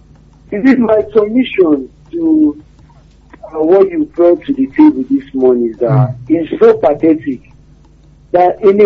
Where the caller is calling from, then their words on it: Oluwole, Lagos, Nigeria; calling from Oluwole.